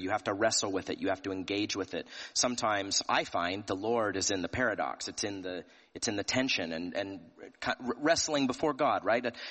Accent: Tennessee, United States; you know, I'm from Tennessee.

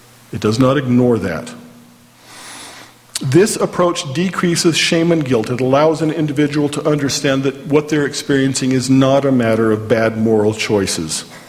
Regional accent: Orem, Utah, United States; I grew up here in Orem, so I knew it was just a little bit south of there, right about in there. That's where we live.

